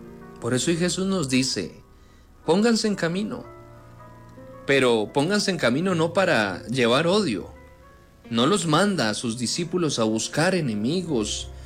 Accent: Cauca, Colombia; Como caucanos, conocemos de cerca lo que significa vivir en medio de tensiones, de conflictos y de heridas que no terminan de sanar.

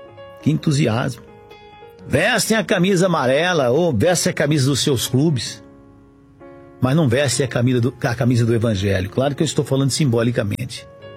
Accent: Brazil

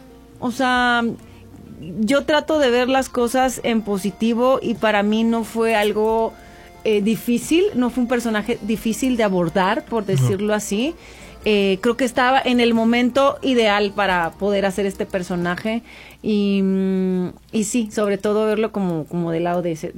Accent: northern Mexico, Mexico; como buena norteña, pues somos de frente, ¿sabes? Somos personas directas de frente.

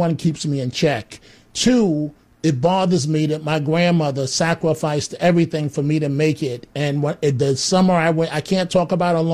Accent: New York City, New York, United States; I remember growing up in the Bronx, right? No father, 3 black women.

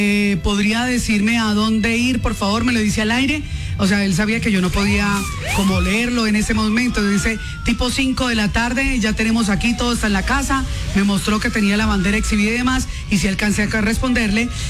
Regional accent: Colombia; Somos tan berracos que aquí a todo le ponemos gracia, a todo, así somos los colombianos.

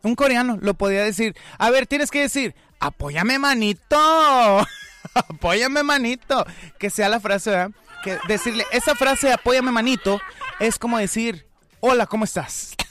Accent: Monterrey, Nuevo León, Mexico; soy de aquí de Monterrey

